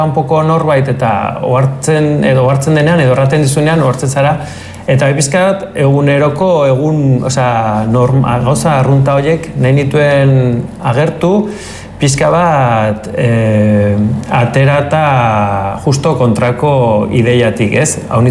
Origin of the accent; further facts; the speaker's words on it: Berriozar, Navarre, Spain; Berriozarkoa naiz, baino gaur egun Berriozar herri koskorra da, urbano, nahiko urbanoa